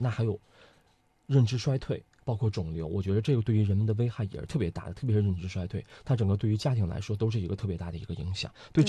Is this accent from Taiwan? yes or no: no; China